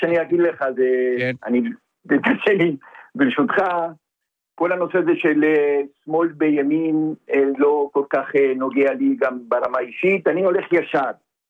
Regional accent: Argentina; Hebrew is a second language; המחלוקת שאני רואה בו, כיהודי גלותי, וכפי שאתה שומע, אני...

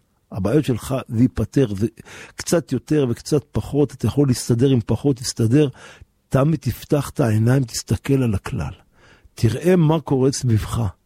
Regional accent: Jerusalem, Jerusalem District, Israel; גדלנו ברוך השם בשכונת בוחרים

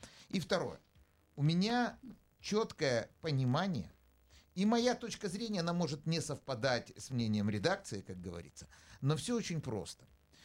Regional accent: Ukraine; Да, я с Украины, и все.

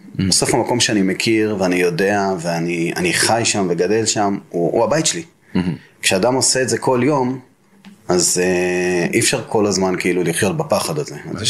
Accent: Mazkeret Batya, Central District, Israel; נולדתי במזכרת בתיה למשפחה ספרדית, ממוצעת, מסורתית.

